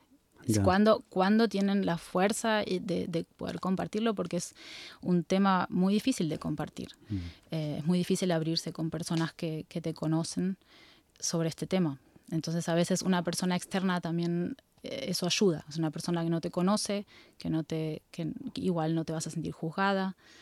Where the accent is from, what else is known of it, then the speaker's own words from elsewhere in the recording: Buenos Aires Province, Argentina; now in Europe; Yo nací en el campo, en Buenos Aires, en la provincia de Buenos Aires.